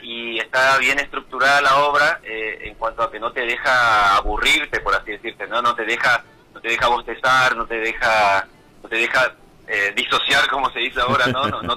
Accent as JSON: {"language": "Spanish", "region": "Corrientes", "country": "Argentina", "said": "nosotros somos de Capital"}